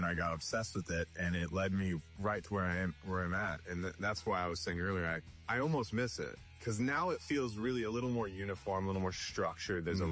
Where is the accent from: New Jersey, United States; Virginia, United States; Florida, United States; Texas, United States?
Texas, United States; I grew up in Texas, and I had taken a job offer in Fort Wayne, Indiana